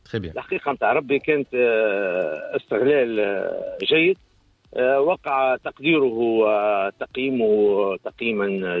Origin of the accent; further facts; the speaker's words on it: Tunisia; هو أكبر ميتينج عندنا في تونس